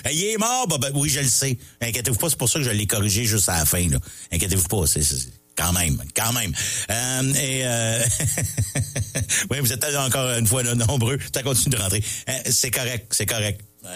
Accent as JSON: {"language": "French", "town": "Mont-Saint-Hilaire", "region": "Quebec", "country": "Canada", "tie": "born or raised there", "said": "J'ai de Mont-Saint-Hilaire. J'ai grandi, j'ai été à Mont-Saint-Hilaire une bonne partie de ma vie. C'est ce qu'il est la capitale à peu près de la pomme au Québec."}